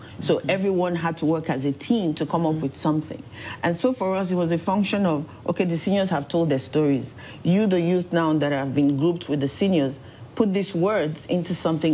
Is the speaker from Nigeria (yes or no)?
yes; Nigeria; born there; Okay, so I was born in Nigeria